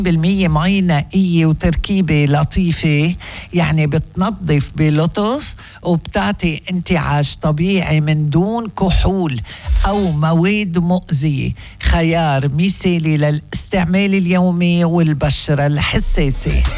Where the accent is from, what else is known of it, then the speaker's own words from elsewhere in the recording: Lebanon; ما أنا لبنانية مثلكم